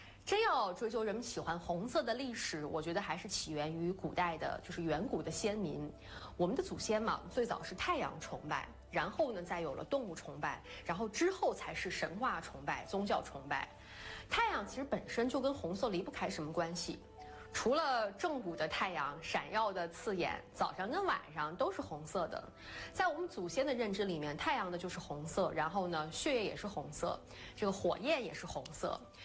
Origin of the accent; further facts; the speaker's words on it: China; 我们中国人